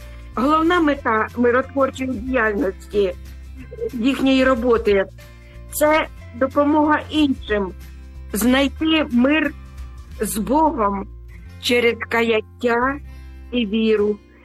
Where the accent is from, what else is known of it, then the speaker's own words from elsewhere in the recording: Sumy Oblast, Ukraine; Посилаю своє вітання через наше світле радіо на мою рідну Сумщину, у мою рідну церкву Різдва.